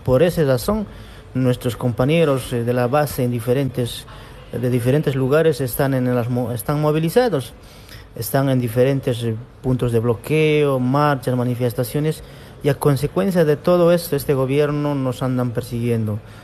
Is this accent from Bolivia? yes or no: yes; Cochabamba, Bolivia